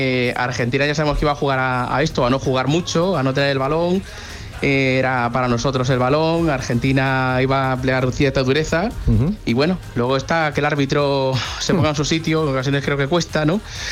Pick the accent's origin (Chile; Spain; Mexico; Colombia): Spain; Galicia; born there; now in Córdoba, Spain; Yo soy gallego de nacimiento, cordobés de adopción, cordobés de familia, de mujer, de hijos.